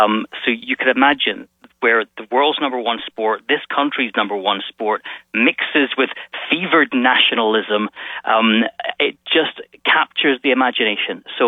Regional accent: Scotland, United Kingdom; I'm from Scotland. I'll be supporting Scotland. We haven't been to the World Cup in 28 years.

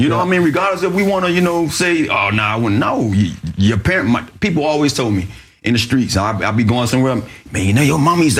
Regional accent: Miami, Florida, United States; I'm from Miami

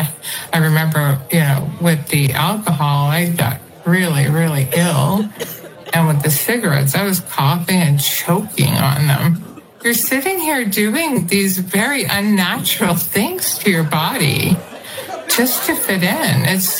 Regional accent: New Hampshire, United States; I grew up in New Hampshire and near that small piece of coastline that New Hampshire has, so kind of a small-time girl.

